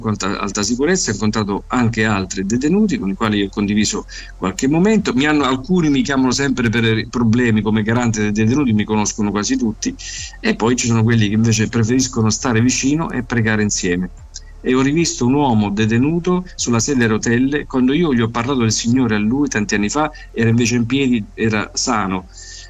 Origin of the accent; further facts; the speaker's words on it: Calabria, Italy; di fronte ad una chiesa evangelica lì nel mio paese in Calabria.